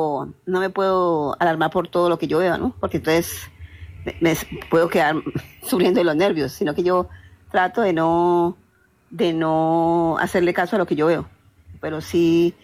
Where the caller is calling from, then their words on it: Palmira, Valle del Cauca, Colombia; Desde Palmira Valle.